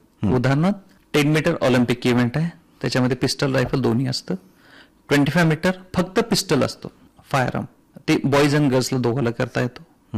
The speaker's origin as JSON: {"language": "Marathi", "area": "Dharashiv district", "region": "Maharashtra", "country": "India", "said": "मी या जिल्ह्यातला आहे"}